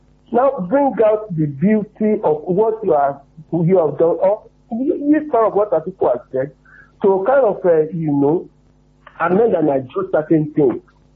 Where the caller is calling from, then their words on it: Ibadan, Oyo, Nigeria; I'm calling from Awotan.